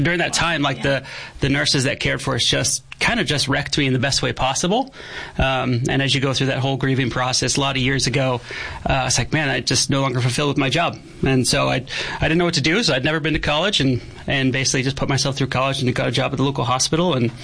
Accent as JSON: {"language": "English", "region": "Oregon", "country": "United States", "moved": "as an adult", "lives_now": "Yuma, United States", "said": "I'm originally from Oregon."}